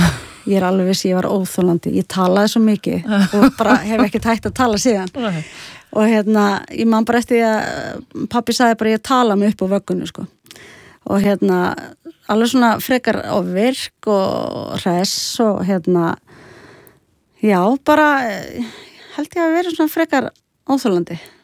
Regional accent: Reykjavík, Capital Region, Iceland; also born or lived in Sweden; svo er ég bara alin upp í Vesturbæ Reykjavíkur, West Side.

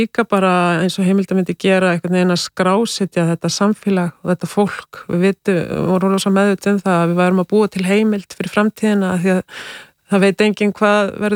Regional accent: Grundarfjörður, Western Region, Iceland; ég er sjálf frá Grundarfirði

